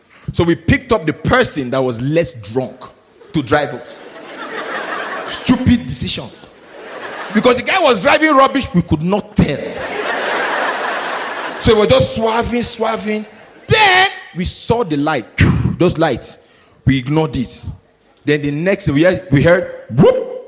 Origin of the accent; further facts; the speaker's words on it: Nigeria; And the next thing I thought about, I'm Nigerian.